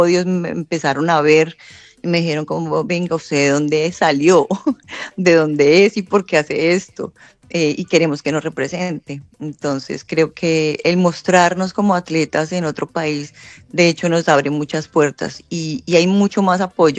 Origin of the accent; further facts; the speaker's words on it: Colombia; now in Australia; nos toca quitarnos la bandera, pero igual seguimos siendo colombianos, esto no lo va a quitar nadie nunca